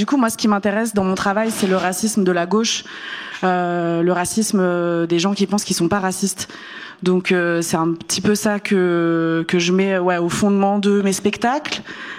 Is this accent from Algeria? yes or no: yes; Kabylie, Algeria; je suis algérienne et que en fait j'ai du sang révolutionnaire. En plus je suis kabyle, donc moi je suis quadruplement colonisée